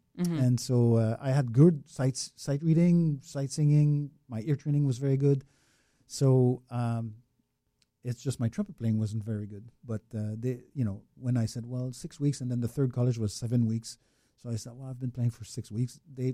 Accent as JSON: {"language": "English", "region": "Quebec", "country": "Canada", "tie": "born or raised there", "also_born_or_lived": "Montreal", "moved": "yes", "lives_now": "Orlando area, United States", "said": "forgive the accent, but I was born in Montreal and raised in the mountains north of Montreal."}